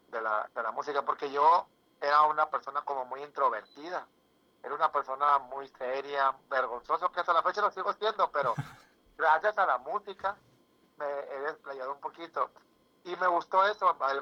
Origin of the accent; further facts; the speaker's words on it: Mazatlán, Sinaloa, Mexico; Y somos aquí oriundos de Mazatlán